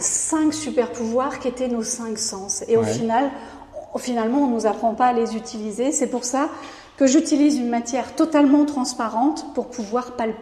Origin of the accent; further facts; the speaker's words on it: Bayeux, Normandy, France; Mais presque, puisque j'ai grandi à Bayeux.